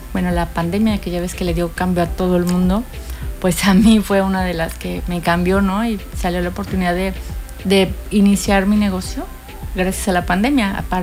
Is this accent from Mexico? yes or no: yes; Mexico City, Mexico; born there; moved away as an adult; now in Cancún, Mexico; yo nací en el distrito, en Ciudad de México. Okay. De allá tuve la oportunidad de venirme para acá por parte de mi empresa. Mi empresa me dio la oportunidad y dije, sí, claro que sí, me voy para Cancún.